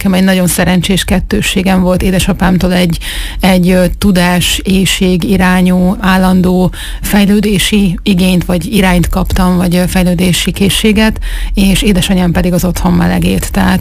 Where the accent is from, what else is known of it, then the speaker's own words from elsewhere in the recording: Miskolc, Borsod-Abaúj-Zemplén, Hungary; Igen, én itt Miskolcon születtem, és itt is nőttem fel, úgyhogy én egy hamisítatlan miskolci lakos vagyok.